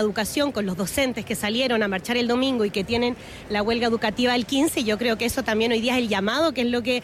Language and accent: Spanish; Chile; Yo soy de Chile